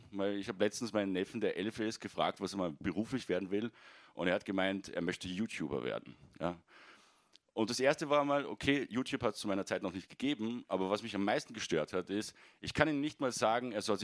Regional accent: Salzburg, Austria; moved away as an adult; now in Vienna, Austria; Also ich bin ursprünglich aus Salzburg nach Wien gezogen, um dort so richtig durchzustarten als Comedian.

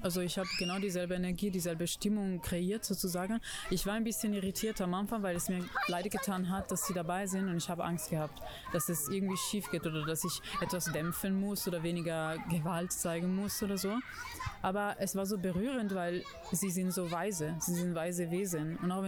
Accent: Italy; Ich komme aus Italien

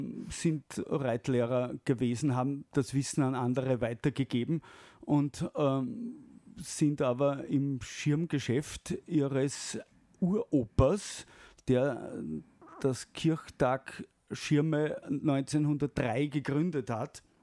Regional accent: Salzburg, Austria; Das kennt man als Salzburger

